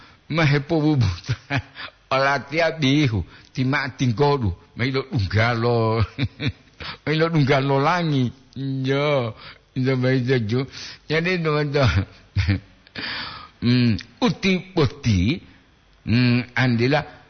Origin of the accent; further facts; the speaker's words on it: Manado, North Sulawesi, Indonesia; Jo, begini le, bagi-bagi gua dari Manado, Kang, asik.